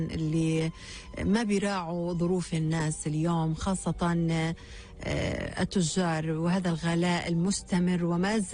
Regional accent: Gaza Strip, Palestine; احنا كفلسطينيين لقطاع غزة

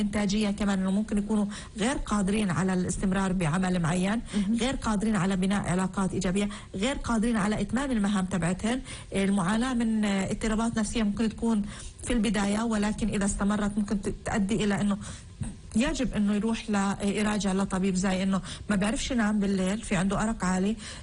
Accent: Palestine; أنا كشاب فلسطيني

